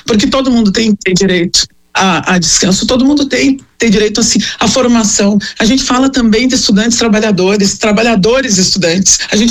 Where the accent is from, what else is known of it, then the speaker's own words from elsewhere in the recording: Porto Alegre, Rio Grande do Sul, Brazil; Eu sou uma figura que eu me criei eu cresci numa ocupação aqui em Porto Alegre, numa comunidade.